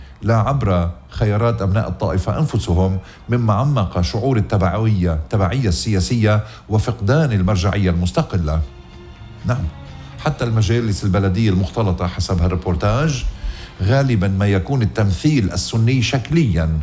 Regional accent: Lebanon; يا آخ يا بلدي لبنان

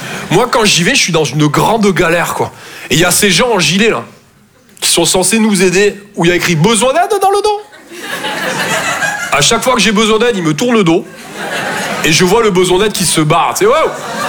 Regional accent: Toulouse, Occitanie, France

